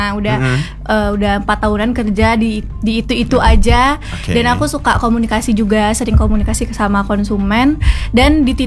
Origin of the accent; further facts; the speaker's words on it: Pontianak, West Kalimantan, Indonesia; Aku asli orang Pontianak.